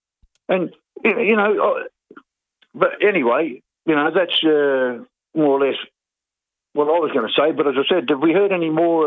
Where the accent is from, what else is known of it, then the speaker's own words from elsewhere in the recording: Burundi; now in South Africa; And I've just opened up a shop. I come from Burundi, and I thought my family would be here.